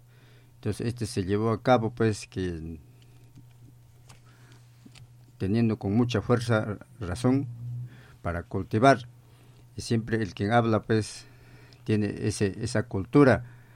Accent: El Carmen district, Churcampa province, Huancavelica, Peru; Yo soy natural de la provincia de Churcampa, distrito del Carmen, el centro poblado Palermo. Ese es mi pueblo

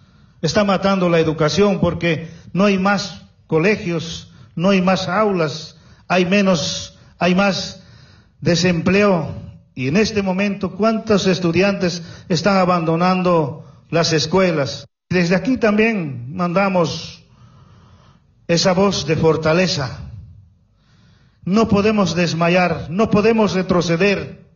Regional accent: Bolivia

